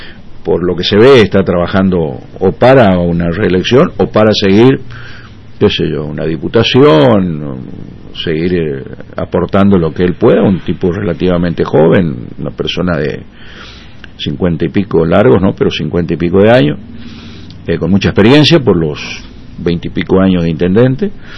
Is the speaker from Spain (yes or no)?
no; Las Breñas, Chaco, Argentina; volviendo mañana, si Dios quiere, a mi pueblito.